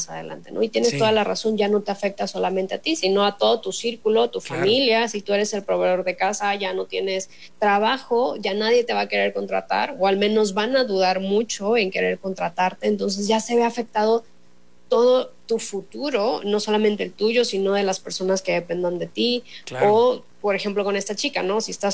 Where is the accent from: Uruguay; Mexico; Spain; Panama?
Mexico; de la comunidad como mexicanos